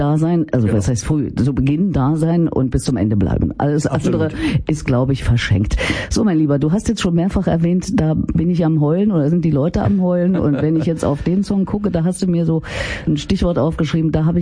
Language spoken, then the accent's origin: German; Erfurt, Thuringia, Germany; moved away; Also, pass mal auf, ich komme ja aus Erfurt, wie Jürgen und Achtung, Kehrt.